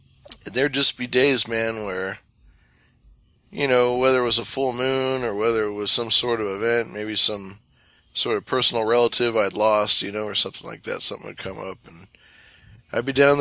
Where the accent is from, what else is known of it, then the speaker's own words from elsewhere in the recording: California, United States; I grew up in the Sacramento River Delta region, which back in the day of the early California pioneer days, they used to call that area the wilds